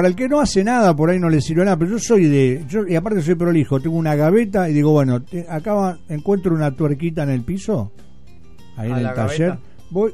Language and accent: Spanish; Argentina; Como buen argentino, todo lo atamos con alambre.